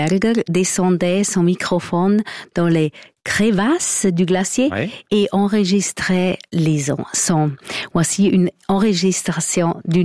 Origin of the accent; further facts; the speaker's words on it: Graubünden, Switzerland; Sono cresciuta in les montagnes, ich bin im Engadin aufgewachsen, als Bergmeitli.